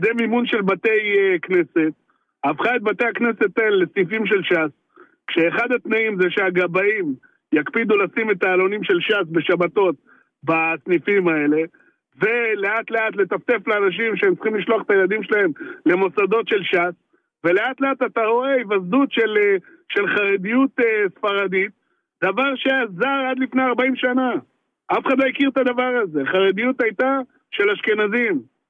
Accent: Jerusalem, Jerusalem District, Israel; אני גדלתי בשכונת רמות.

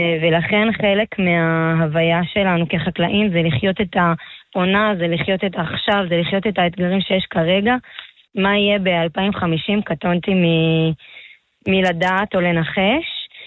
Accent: Southern District, Israel; born there; moved away as an adult; now in Yated, Israel; אני מקיבוץ סעד שגם בעוטף. אני בעצם ילידת מה שנקרא שחר אדום, צבע אדום.

